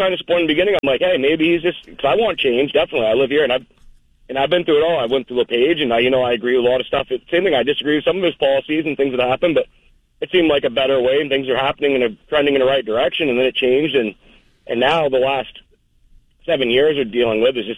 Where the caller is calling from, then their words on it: Mount Desert Island, Maine, United States; I live here in Maine. I live on Mount Desert Island, actually.